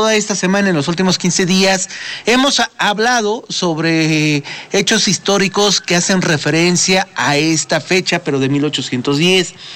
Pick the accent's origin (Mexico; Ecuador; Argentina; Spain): Mexico; lo tenemos que reconocer como mexicanos